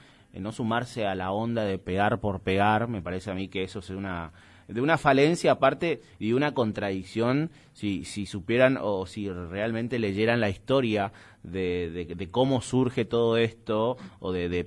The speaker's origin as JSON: {"language": "Spanish", "country": "Argentina", "said": "así somos los argentinos, ¿no?"}